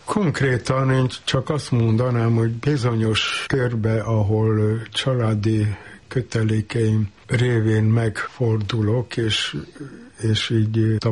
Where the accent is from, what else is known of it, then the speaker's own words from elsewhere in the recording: Transylvania, Romania; moved away; Én inkább otthon, Erdélyben tartózkodás félét éreztem irányomban.